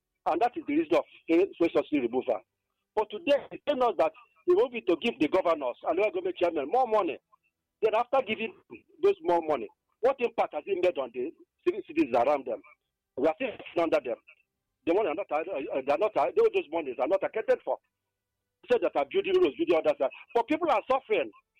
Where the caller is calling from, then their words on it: Obuka, Anambra, Nigeria; I come from Obuka in Anambra State.